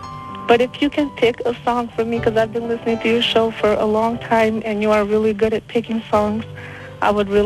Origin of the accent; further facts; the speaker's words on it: Albania; English is a second language; moved away; I'm from Albania.